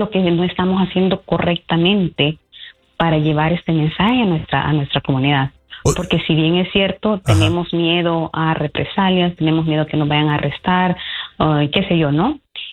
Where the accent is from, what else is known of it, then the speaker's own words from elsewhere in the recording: El Salvador; yo soy compatriota salvadoreña